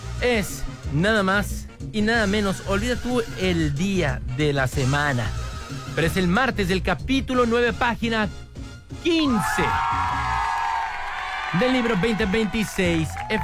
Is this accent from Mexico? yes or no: yes; Mexico; esa garra que tenemos como mexicano, esa no está, no se cuestiona